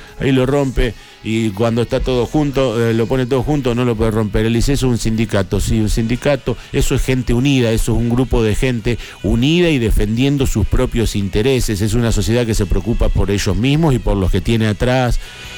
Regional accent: Argentina; yo soy más argentino que nunca

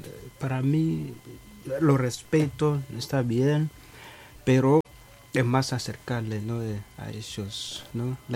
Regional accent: Tanzania; moved away as an adult; also born or lived in Kenya; salí de Tanzania, empecé mi formación en un país que se llama Kenia, ¿no?

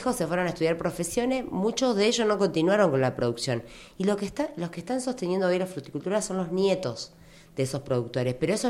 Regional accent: Allen, Río Negro, Argentina; yo soy de Allen, del Alto Valle, nosotros allá vivimos una crisis importante con el tema de la fruticultura

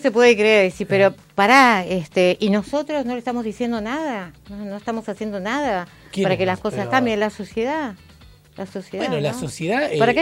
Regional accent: Argentina; Somos nosotros, los argentinos

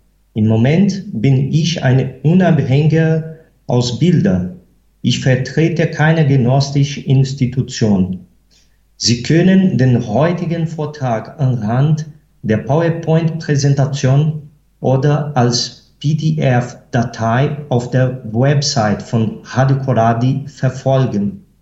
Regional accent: Brazil; German is a second language; ich bin Brasilianer.

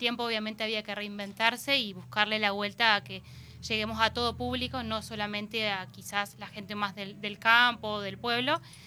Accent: Aranguren, Entre Ríos, Argentina; moved away as an adult; now in Paraná, Argentina; Yo soy de Aranguren, no soy de acá de la localidad de Paraná. Sí me vine hace unos cuantos años a estudiar. Vine en el 2017 más o menos

